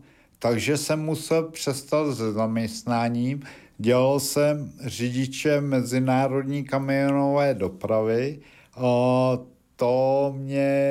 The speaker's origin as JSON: {"language": "Czech", "town": "Sušice", "region": "Plzeň Region", "country": "Czechia", "said": "Jsem zdaleka, jsem ze Šumavy, z města Sušice Brána Šumavy"}